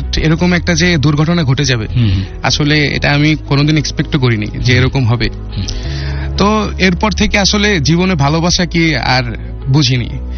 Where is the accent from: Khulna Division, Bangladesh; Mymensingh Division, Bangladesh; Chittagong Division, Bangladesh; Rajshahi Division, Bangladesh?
Khulna Division, Bangladesh; Khulna; now in Pallabi, Mirpur, Dhaka, Bangladesh; তো আমার আসলে বেড়ে ওঠা হয়েছে খুলনাতেই, আমি হচ্ছে খুলনাতেই বড় হয়েছি